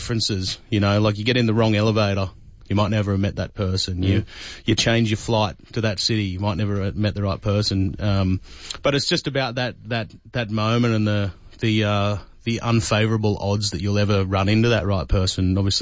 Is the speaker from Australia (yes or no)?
yes; Jindabyne, New South Wales, Australia; And then I go to Jindabyne, which is my hometown, and we haven't played down there in many, many years.